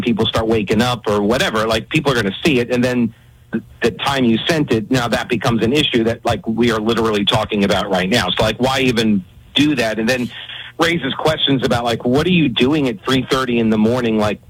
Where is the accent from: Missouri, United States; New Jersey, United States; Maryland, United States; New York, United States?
New York, United States; moved away; I grew up a Dallas Cowboys fan, which is weird because I was from New York.